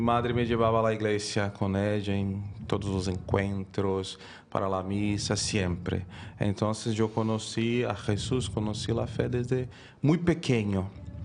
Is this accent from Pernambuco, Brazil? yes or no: no; Rio Branco, Acre, Brazil; Spanish is a second language; Entonces, soy de Brasil, de la ciudad de Río Branco, el estado do Acre, que es dentro de la selva amazónica.